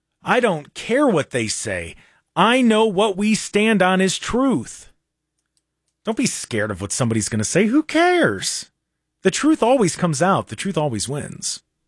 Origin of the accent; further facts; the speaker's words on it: Cleveland, Ohio, United States; we wear the fact that we're from Ohio and that we're from Cleveland. We wear it proudly.